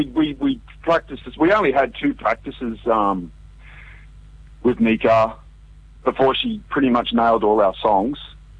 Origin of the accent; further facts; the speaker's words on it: Sydney, New South Wales, Australia; now in Waikato, New Zealand; I'm originally from Sydney. But we all sort of moved down here without knowing each other